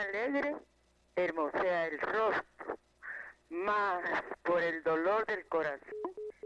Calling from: Guatemala; de aquí de la Quinta Samayoa.

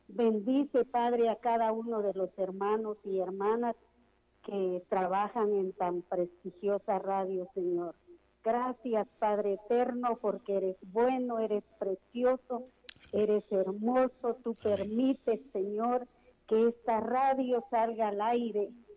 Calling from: Quetzaltenango, Guatemala; De la zona 9 de Quetzaltenango.

